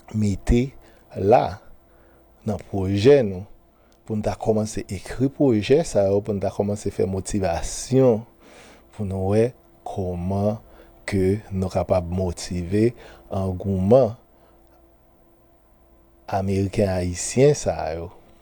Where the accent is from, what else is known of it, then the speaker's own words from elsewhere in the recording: Haiti; capable de gagner une image qui est beaucoup plus positive, qui beaucoup une image positive comparativement à l'image que y a bah nous là. Une image de marginalisation, une image côté que nous-mêmes, en tant que peuple, en tant que communauté